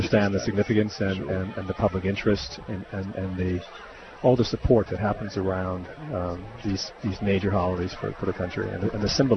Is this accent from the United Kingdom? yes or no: no; Bermuda; Especially when I'm from Cooks Hill, so.